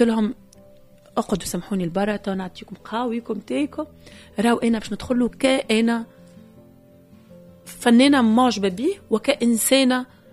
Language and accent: Arabic; Nabeul, Nabeul Governorate, Tunisia; ولاد حومتي اللي هما نساو الخروبة نساوها، ما أنا ما نسيتهاش خاطر ما هيش تريزا في روبا ولا شجرة تلمع كونتيل، هذه خرافة الخروبة عشناها جيل ورجيل، كنت صغيرة لها نمشي وفي حضنها نجري نتخبى